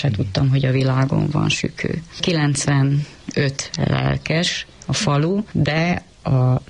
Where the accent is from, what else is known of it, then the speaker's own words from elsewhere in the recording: Sfântu Gheorghe, Covasna, Romania; moved away as an adult; now in Hungary; Sepsiszentgyörgyi vagyok. Elég lokálpatriótának neveltek engem, úgyhogy ez abszolút természetes volt, hogy én ott fogom az életemet leélni.